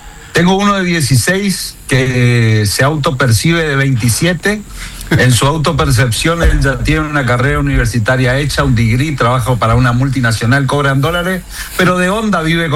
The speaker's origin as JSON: {"language": "Spanish", "town": "Puerto Vilelas", "region": "Chaco", "country": "Argentina", "said": "Puerto Vilelas, yo soy de Puerto Vilelas."}